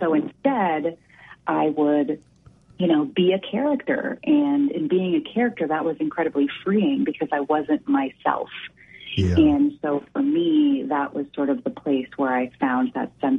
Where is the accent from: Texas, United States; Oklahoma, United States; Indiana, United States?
Texas, United States; Houston; I was mixed race. And I was growing up in Houston, Texas in 1999 with a Colombian immigrant mom and a Persian immigrant dad.